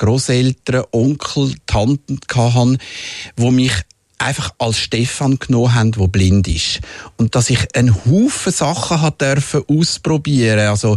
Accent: Winterthur, Zurich, Switzerland; born there; ich bin zuerst in Winterthur aufgewachsen, bei den ersten 7 Jahren

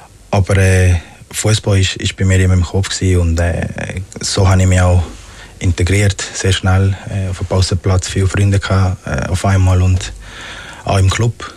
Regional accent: Magdalena, Colombia; born or raised there; now in Switzerland

